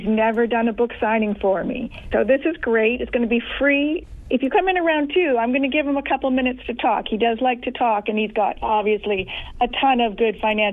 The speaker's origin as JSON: {"language": "English", "country": "Canada", "said": "I'm Canadian. We're all Canadian."}